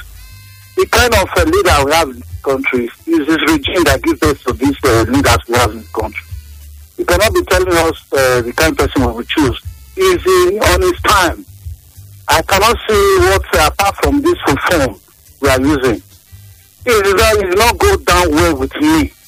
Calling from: Benin; I'm calling from Benin.

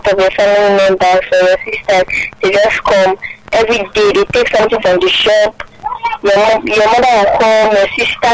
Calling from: Lagos, Nigeria; I'm calling from Lagos.

